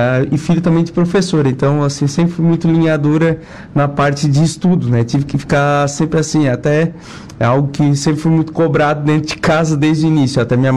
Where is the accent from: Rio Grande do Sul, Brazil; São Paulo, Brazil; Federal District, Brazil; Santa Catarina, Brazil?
Santa Catarina, Brazil; Criciúma; Mas eu sou filho único, nascido e criado em Criciúma, Santa Catarina, cercado por comerciantes, né?